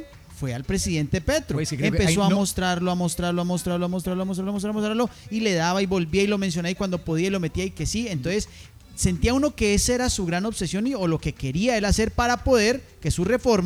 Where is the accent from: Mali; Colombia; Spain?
Colombia; nosotros como colombianos